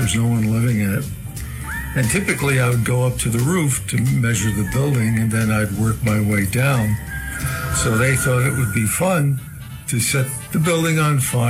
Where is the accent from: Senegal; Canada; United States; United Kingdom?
United States; Long Island, New York; I was born and raised in Long Island.